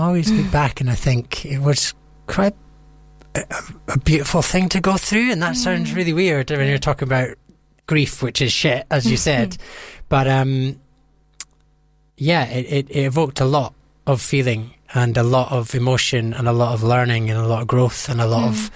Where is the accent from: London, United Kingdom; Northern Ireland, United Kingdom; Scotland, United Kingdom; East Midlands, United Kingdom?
Scotland, United Kingdom; And she was from New York. I'm from Scotland. So there was a bit of cultural differences as well, yeah.